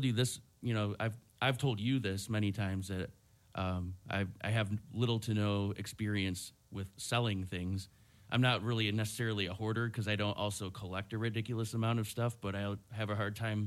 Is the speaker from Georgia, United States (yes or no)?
no; Jamestown, New York, United States; Jamestown, New York. That's my hometown.